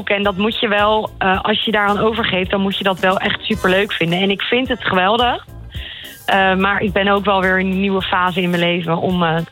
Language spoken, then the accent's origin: Dutch; Haastrecht, South Holland, Netherlands; ik kom wel uit een dorp waar ook ieder jaar een kermis was.